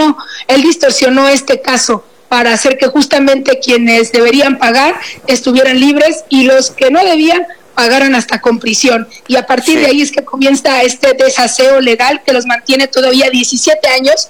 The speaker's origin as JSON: {"language": "Spanish", "region": "Sonora", "country": "Mexico", "said": "yo soy una sonorense 100% que aguanta el calor y todo"}